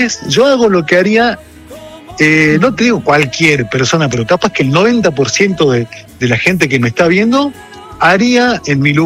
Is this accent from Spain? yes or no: no; Jujuy, Argentina; born there; also born or lived in Salta; Si, ajá, yo bien soy jujeño, sí, hincha del Lobo jujeño también.